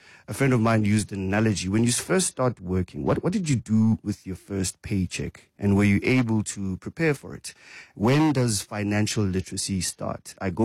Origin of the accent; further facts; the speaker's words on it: East London, Eastern Cape, South Africa; I come from East London, so as a manufacturing hub, a lot of jobs were created by the Volkswagen group.